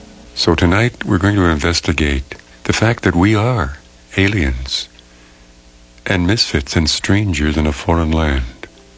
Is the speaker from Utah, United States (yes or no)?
no; Philadelphia, Pennsylvania, United States; moved away as an adult; I'm from Philadelphia. I still retain some of the accent.